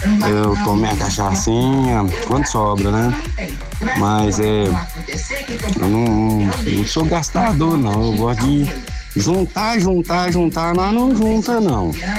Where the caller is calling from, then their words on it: Itambacuri, Minas Gerais, Brazil; sou daqui de Itambacuri.